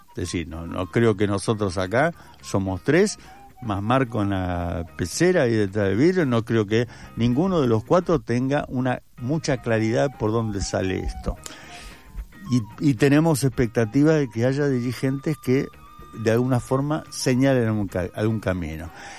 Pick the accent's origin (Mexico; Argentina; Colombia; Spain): Argentina